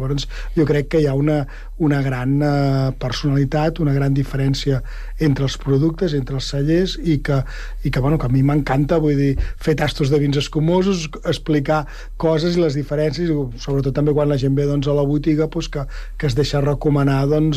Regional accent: Catalonia, Spain; nosaltres som del Penedès i el Penedès és terra de bombolles i les bombolles doncs, també tenen doncs, són mediterrànies

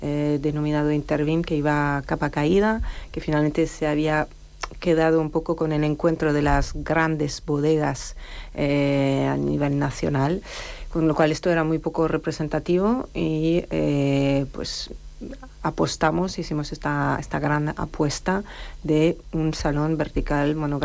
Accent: Grand Est, France; Spanish is a second language; esto ya después de pasar mi infancia finalmente ahí en Alsacia

